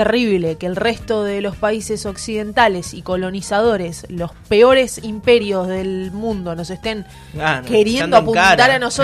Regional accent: Argentina

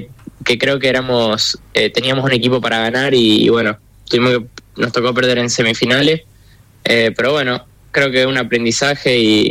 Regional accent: San Rafael, Mendoza, Argentina; moved away as an adult; also born or lived in Buenos Aires; yo soy de San Rafael, empecé a jugar ahí y cuando me toca estar en Argentina o estoy en Buenos Aires o estoy en San Rafael

